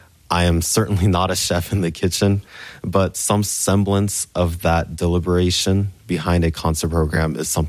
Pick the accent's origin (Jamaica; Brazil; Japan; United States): Japan; the neighborhoods that I grew up in Japan, and the friends that I had in Memphis